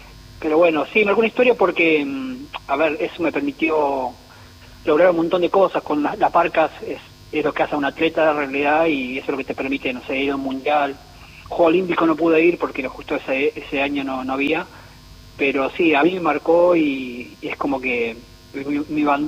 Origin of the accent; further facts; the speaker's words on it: Entre Ríos, Argentina; Villaguay, que está cerca de mi pueblo.